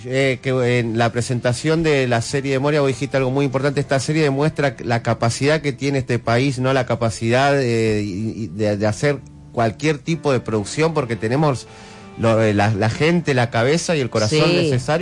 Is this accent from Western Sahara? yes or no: no; Argentina